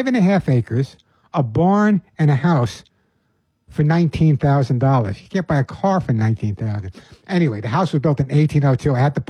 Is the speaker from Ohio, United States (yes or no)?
no; Long Island, New York, United States; I grew up on Long Island. I know you can't tell. I grew up on Long Island, and basically all my friends in the neighborhood had dogs.